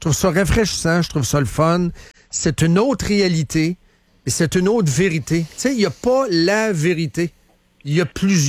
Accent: Quebec, Canada; also born or lived in Trois-Rivières / Shawinigan; moi, je viens de Shawinigan, donc on parle souvent avec Yves Lévesque et tout, là, puis je viens de Trois-Rivières, je suis resté proche de mes racines

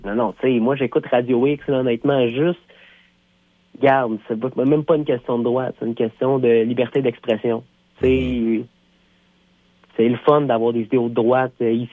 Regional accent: Quebec City, Quebec, Canada; j'ai grandi à Charlebourg, là.

